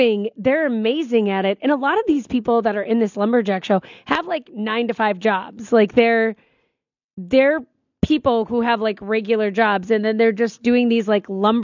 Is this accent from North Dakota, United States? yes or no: yes; Bismarck, North Dakota, United States; I grew up in Bismarck.